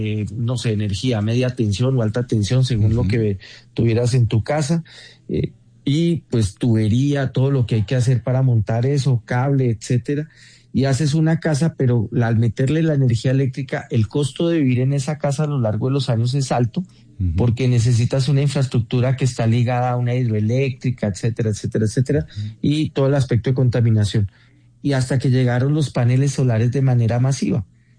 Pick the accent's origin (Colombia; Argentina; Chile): Colombia; Critica para nosotros como colombianos.